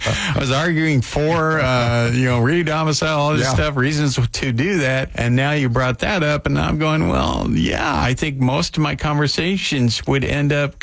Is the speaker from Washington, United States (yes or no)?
yes; Washington, United States; I'm from Washington.